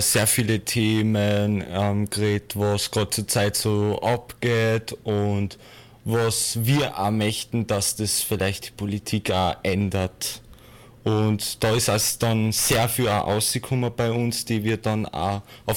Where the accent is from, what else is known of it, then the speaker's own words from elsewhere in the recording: Mondsee, Upper Austria, Austria; Ich komme zum Beispiel aus Monsee und ich müsste dann wieder extra dafür zahlen, dass ich dann zu mir heimkomme.